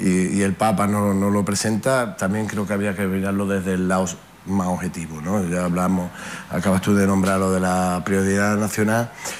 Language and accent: Spanish; Ceuta, Spain; Pero, oye, que aguantamos tanto como los canarios